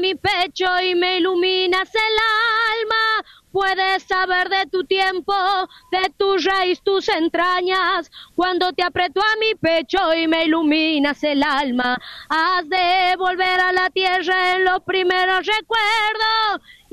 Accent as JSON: {"language": "Spanish", "region": "La Rioja", "country": "Argentina", "said": "Soy riojana, riojana, pura cepa, che."}